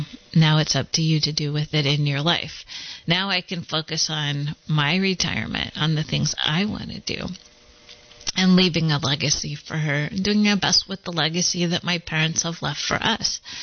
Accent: California, United States; I'm from California.

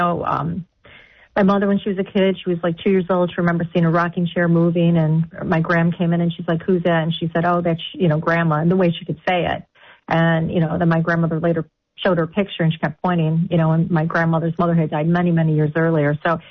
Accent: Buffalo, New York, United States; I'm from Buffalo.

